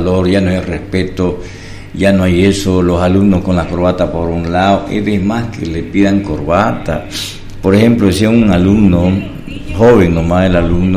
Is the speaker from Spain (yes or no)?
no; Bolivia; todos somos bolivianos